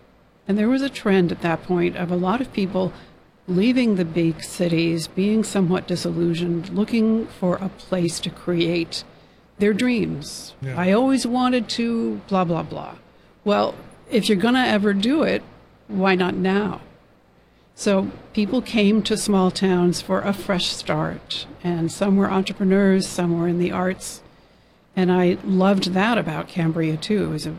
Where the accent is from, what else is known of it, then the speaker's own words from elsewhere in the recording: Tokyo, Japan; moved away; also born or lived in New York / Los Angeles; I grew up in Tokyo, then I lived in New York and L.A., so I didn't know anything about small towns.